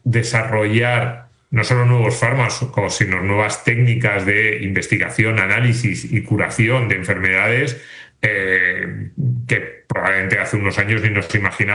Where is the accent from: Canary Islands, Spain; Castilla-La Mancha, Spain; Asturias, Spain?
Asturias, Spain; Me voy a quedar aquí en mi pueblo en Asturias